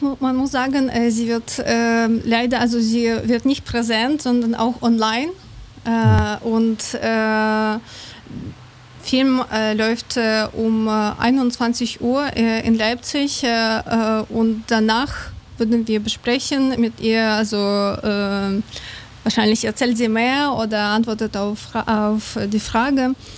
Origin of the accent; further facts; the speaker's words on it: Kyiv, Ukraine; German is a second language; now in Germany; ich komme aus Kyiv